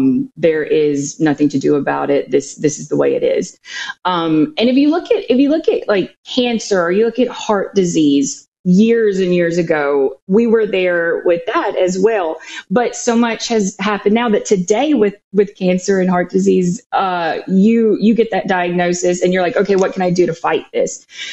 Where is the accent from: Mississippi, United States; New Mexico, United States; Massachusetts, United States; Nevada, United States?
Mississippi, United States; moved away as an adult; now in Madison, Mississippi, United States; I am from the Mississippi Gulf Coast, so I live in Madison, Mississippi now, but I grew up in Goshen, so I'm a coastie. I'm a coastal girl. I grew up reading the Sun Herald, and so I'm up here based near the Capitol, but I will always be a coastal girl.